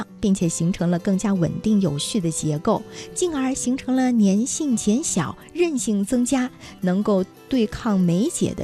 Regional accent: Yunnan, China

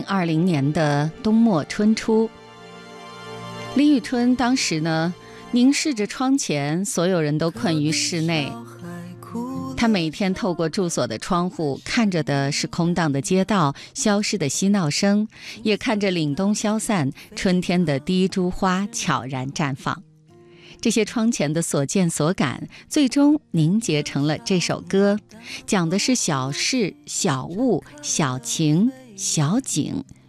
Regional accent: China

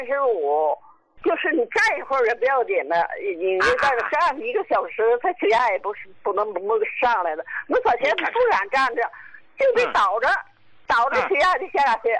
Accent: Qinhuangdao, Hebei, China; 秦皇岛的。

